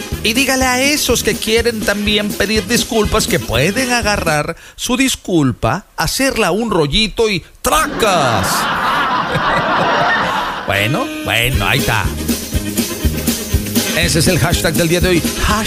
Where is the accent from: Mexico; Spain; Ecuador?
Mexico; born there; el gentilicio de las personas que nacimos en México es mexicanos